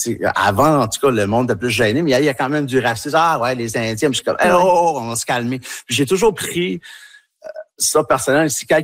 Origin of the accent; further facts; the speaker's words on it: New Brunswick, Canada; Puis moi aussi, en tant qu'Acadien, fier Acadien, tu sais, j'ai même été vice-président de la Société de l'Acadie du Nouveau-Brunswick.